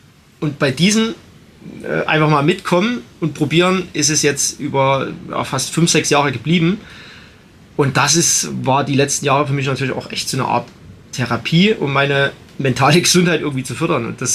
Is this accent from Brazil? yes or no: no; Belgium; ich bin als Belgier auf Nummer 1 ins Ziel gekommen